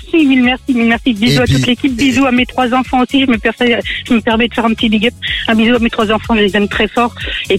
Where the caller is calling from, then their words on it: Normandy, France; j'habite à Béranger-la-Campagne, à côté du Neubourg.